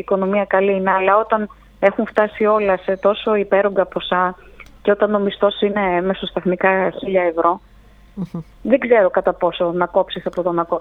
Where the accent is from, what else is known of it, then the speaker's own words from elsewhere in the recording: Greece; Βέβαια, εμείς σαν Έλληνες έχουμε μάθει στη δυσκολία.